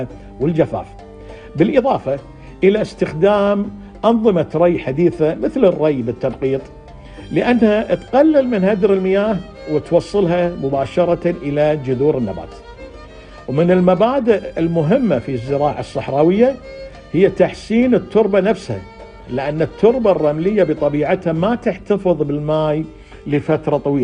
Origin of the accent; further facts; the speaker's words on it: Kuwait; وعندنا في الكويت